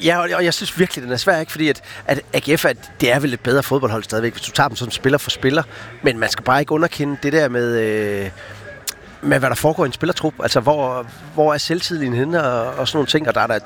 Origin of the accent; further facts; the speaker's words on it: Region of Southern Denmark, Denmark; Altså, jeg er fra Sønderjylland.